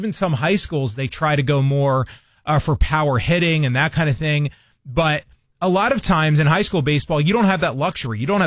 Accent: East Coast, United States; now in Midwest, United States; I grew up on the East Coast. Maybe I still have that East Coast bias. I don't think that I do. I've been in the Midwest for most of my adult life

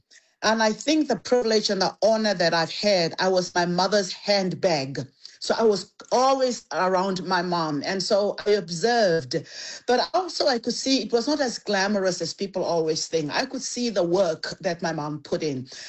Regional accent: Thokoza, Gauteng, South Africa; I was raised in Thokoza, in the East Rand at Thokoza, not Soweto.

